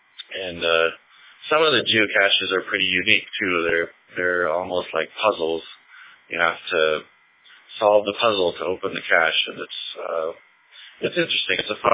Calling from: Riverton, Wyoming, United States

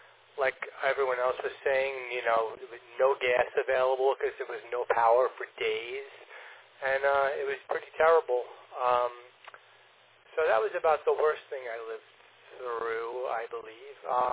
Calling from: Commack, New York, United States

